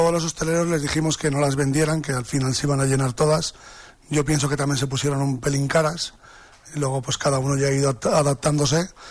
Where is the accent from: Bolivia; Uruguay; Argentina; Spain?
Spain; Arcos de las Salinas, Aragon; en el entorno de mi pueblo de Arcos de las Salinas